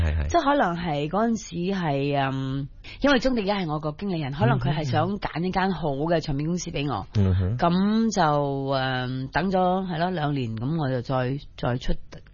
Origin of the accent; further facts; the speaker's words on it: Hong Kong; 我係廣東人嚟噶嘛，咁我係身為香港